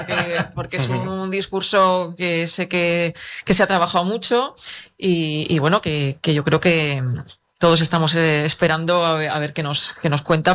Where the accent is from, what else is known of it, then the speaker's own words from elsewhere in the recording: Cantabria, Spain; los que somos del interior de Cantabria, este día de Cabezón, pues le conocemos desde que somos niños. Entonces, bueno, pues yo aquí venía con mis padres cuando era pequeña